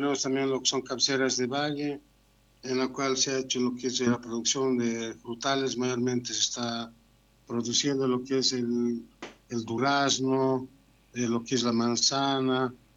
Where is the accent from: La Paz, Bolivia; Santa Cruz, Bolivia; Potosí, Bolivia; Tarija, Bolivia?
Potosí, Bolivia; Llallagua; Yo soy de Llayagua, ¿no?, un llayagüeño más